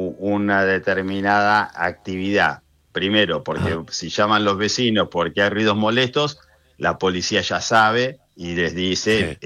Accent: Argentina; Y resulta que nos juntamos como 50 argentinos.

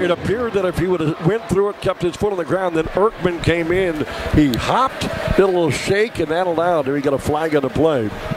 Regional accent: Williston, North Dakota, United States; I remember growing up in Williston.

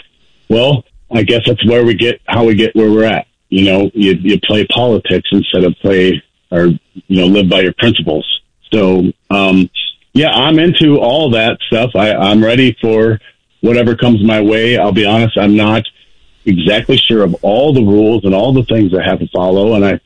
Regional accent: North St. Paul, Minnesota, United States; now in Oakdale, United States; So 44B is North St. Paul, which is my hometown

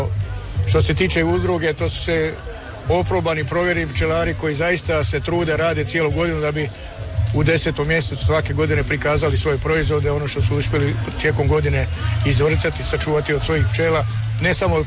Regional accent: Osijek, Osijek-Baranja County, Croatia; ovdje kod nas u Slavoniji

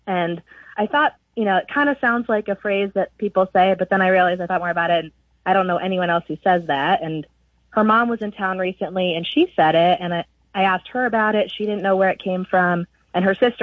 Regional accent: Ohio, United States; We're both in our mid-30s, and we're both from the Midwest. She's from Iowa, and I'm from Ohio.

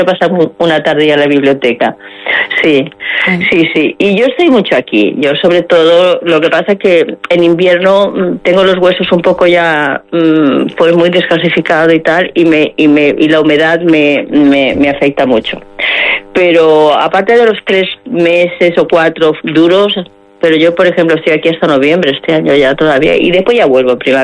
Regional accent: Melilla, Spain; born there; estoy viviendo casi en mi barrio donde yo nací

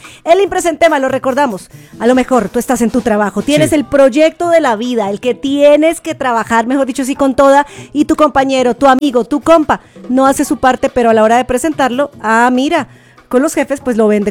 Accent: Bogotá, Colombia; now in Mexico City, Mexico; Rola es el gentilicio que le dicen a la gente en Bogotá, en mi ciudad.

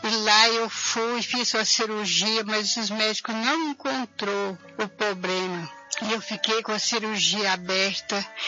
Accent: Goiânia, Goiás, Brazil; eu vim de Goiânia.

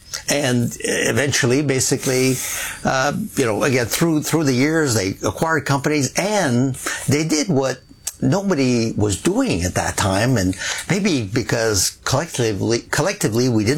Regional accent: Montreal, Quebec, Canada; born there; also born or lived in Sherbrooke; I actually was born right here in Montreal, at Verdun, actually. But we only lived here a couple years at the time. My father was a manager at Sun Life, so we kind of moved around. We moved to Sherbrooke

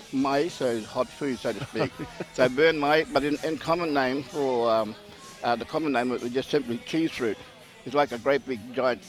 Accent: Umbunji, Queensland, Australia; also born or lived in Yarrabah; I'm an elder from the Kanganji, Kanganji tribe in Yarrabah. Yes. Born in Yarrabah, the old hospital. Grew up at a place called Umbunji. So that makes me connected to the land.

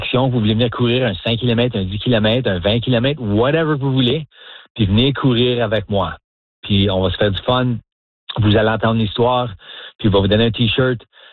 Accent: Marchand, Manitoba, Canada; now in Saint-Boniface, Canada; Moi, je suis Manitobain, franco-manitobain. Alors, originaire de Marchand, dans le coin sud-est, puis là, j'habite à Saint-Boniface.

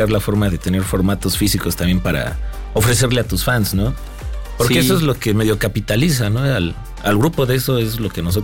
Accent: Mexico; first language Spanish; somos mexicanos, esa es nuestra habla

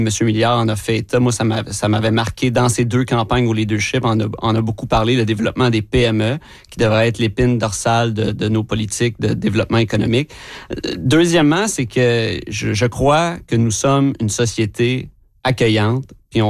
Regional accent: Quebec, Canada; moved away as an adult; Je suis revenu dans la région, qui est ma région natale. Je viens de l'Estrie. Je suis revenu il y a 5 ans

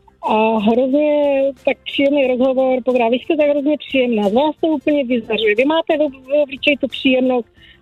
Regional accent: Moravská Třebová, Pardubice Region, Czechia; když jsme jí řekli, že jsme praskyle z Moravský Třebový

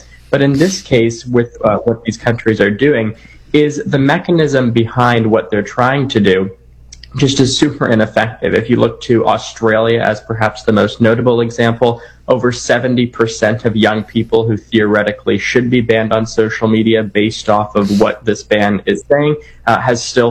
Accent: Canada; Yeah, or my home country of Canada either

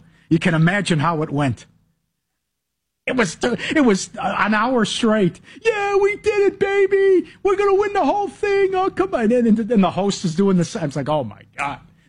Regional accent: Minnesota, United States; When I grew up in Minnesota, when he was with the North Stars, Dino Ciccarelli got his mail once naked.

